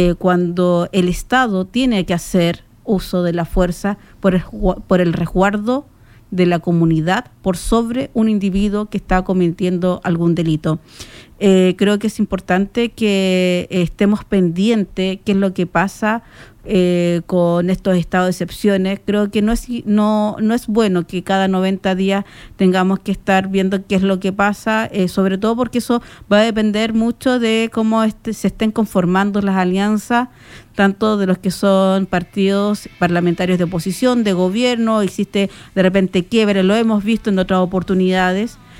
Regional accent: Tarapacá, Chile; nosotros como ciudadanos chilenos, como quienes vivimos en nuestro país

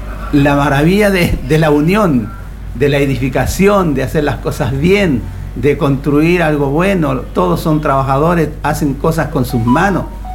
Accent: Chile; Yo soy chileno

